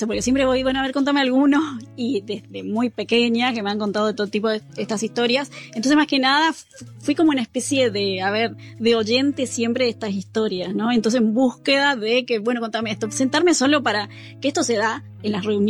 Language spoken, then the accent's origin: Spanish; Mercedes, Corrientes, Argentina; Yo, en Mercedes.